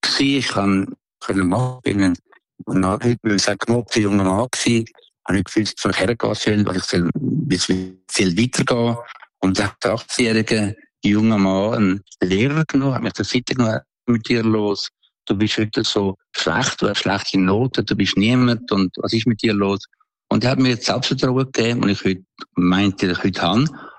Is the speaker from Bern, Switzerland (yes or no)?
no; Aeugst am Albis, Zurich, Switzerland; Ich bin aufgewachsen in Eugstam Albis, in ärmlichen Verhältnissen. Wir haben einen Bauernhof gehabt